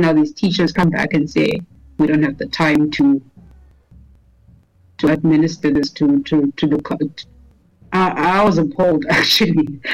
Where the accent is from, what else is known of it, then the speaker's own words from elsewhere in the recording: Western Cape, South Africa; but now I grew up in the Western Cape. That is a much more, like, a better province with more resources.